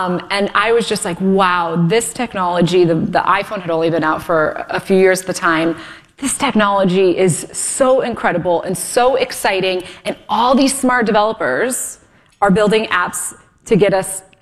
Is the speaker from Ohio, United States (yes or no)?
yes; Solon, Ohio, United States; moved away; I was born and raised in Solon, Ohio, spent 13 years in the Solon School District